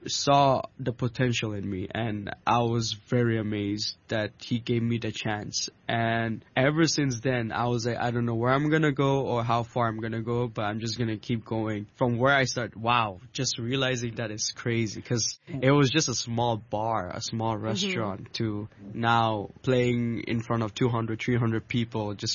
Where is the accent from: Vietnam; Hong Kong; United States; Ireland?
Hong Kong; I'm so proud of being a Hong Konger